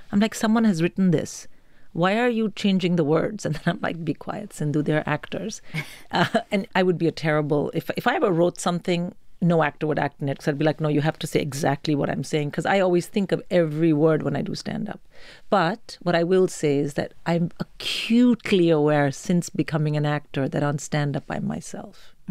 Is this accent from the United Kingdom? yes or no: yes; United Kingdom; And I say, no, no, I'm an Indian British comic.